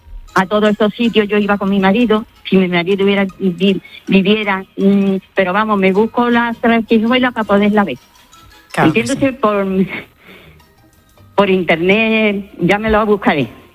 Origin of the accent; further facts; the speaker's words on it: La Línea de la Concepción, Andalusia, Spain; Yo soy de España, soy andaluza, soy linense. Así que fíjese usted lo que lo que tengo detrás. Soy guinense con mucho orgullo.